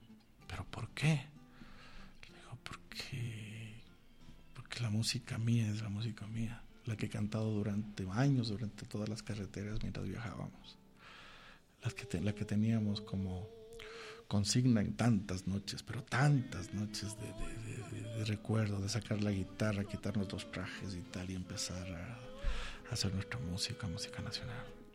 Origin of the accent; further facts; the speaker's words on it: Ecuador; moved away; also born or lived in Spain; si yo triunfé aquí en España, yo tengo que regresar a triunfar con mi música ecuatoriana en mi país.